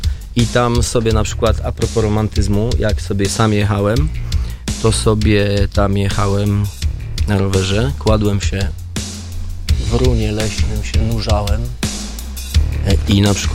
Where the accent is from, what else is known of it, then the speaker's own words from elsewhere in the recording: Bełchatów, Łódź Voivodeship, Poland; also born or lived in Piotrków Trybunalski; ja się wychowałem w Bełchatowie.